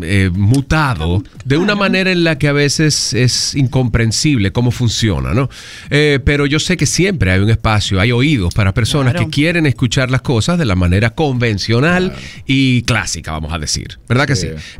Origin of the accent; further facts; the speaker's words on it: Dominican Republic; aquí somos dominicanos.